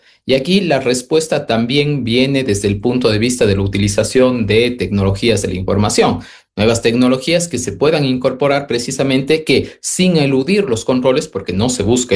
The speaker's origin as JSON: {"language": "Spanish", "country": "Ecuador"}